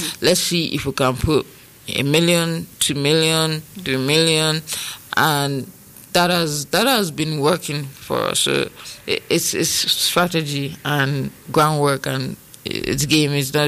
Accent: Nigeria; I'm Nigerian

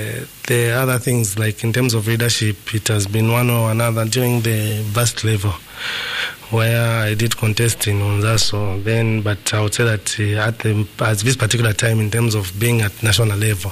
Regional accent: Lusaka, Lusaka Province, Zambia; I'm born and bred in Mandevo, and I reside within Mandevo.

